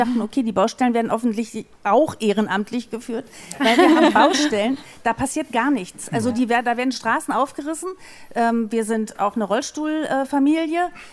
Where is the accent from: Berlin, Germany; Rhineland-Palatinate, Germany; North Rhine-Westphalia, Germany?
Berlin, Germany; ich bin aus Schöneberg